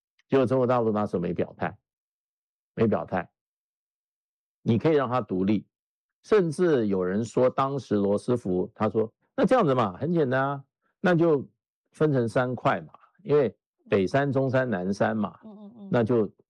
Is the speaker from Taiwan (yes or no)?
yes; Taiwan; 尤其我在台湾长大